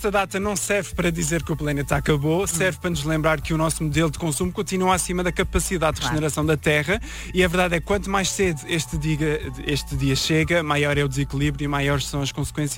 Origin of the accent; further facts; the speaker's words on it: Portugal; se a população mundial vivesse como nós portugueses